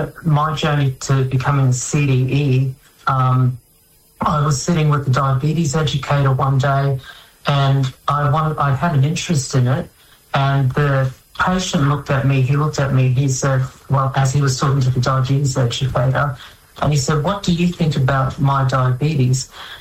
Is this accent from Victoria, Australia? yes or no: no; Bundaberg, Queensland, Australia; I grew up in Bundaberg, my hometown.